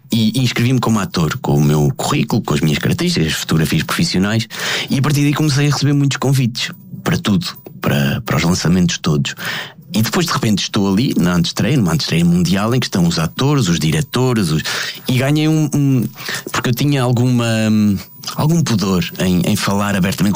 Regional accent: Portugal; assim que digo sou português

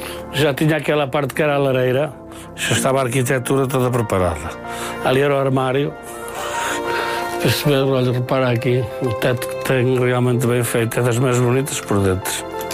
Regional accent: Norte, Portugal; born there; moved away; also born or lived in Andorra; E eu só me lembro de viver numa destas pequenas, ainda me lembro de viver. Quando eu tinha uns 5, 6 anos.

